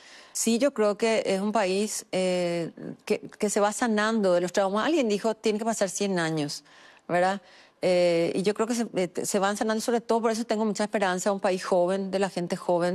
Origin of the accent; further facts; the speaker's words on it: Paraguay; Y creo que como paraguayos tenemos que empezar a ver las cosas positivas que tenemos.